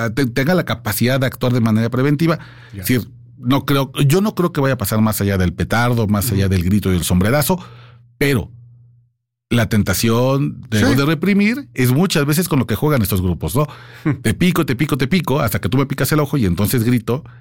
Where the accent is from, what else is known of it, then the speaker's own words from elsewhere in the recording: Mexico City, Mexico; Sí, como chilangos, la uh-huh. verdad es que ya conocemos bien.